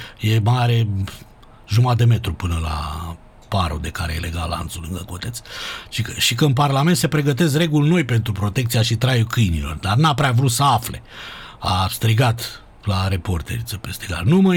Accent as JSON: {"language": "Romanian", "town": "Găiești", "region": "Dâmbovița", "country": "Romania", "tie": "born there", "also_born_or_lived": "Târgoviște", "moved": "as an adult", "lives_now": "Bucharest, Romania", "said": "M-am născut eu, m-am venit de la Târgoviște, la Găiești"}